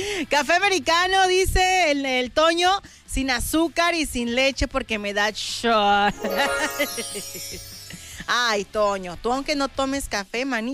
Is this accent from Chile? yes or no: no; Mexico; como mexicanos, vale, que no tomamos.